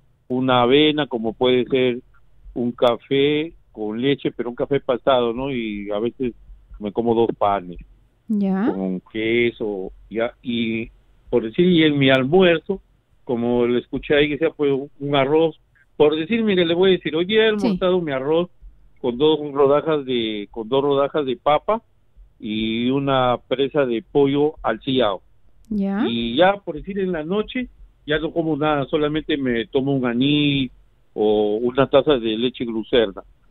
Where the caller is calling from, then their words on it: Chiclayo, Lambayeque, Peru; Le hablo de Chiclayo.